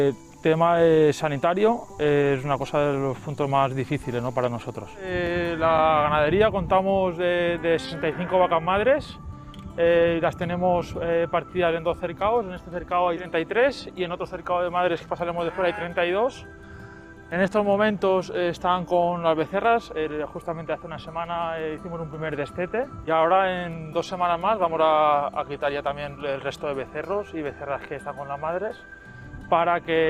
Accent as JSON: {"language": "Spanish", "town": "Bocairent", "region": "Valencian Community", "country": "Spain"}